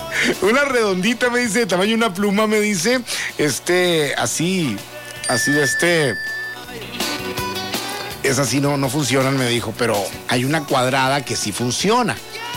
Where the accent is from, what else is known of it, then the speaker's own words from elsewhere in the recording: Navojoa, Sonora, Mexico; moved away; está bien feo el calorón por allá en mi tierra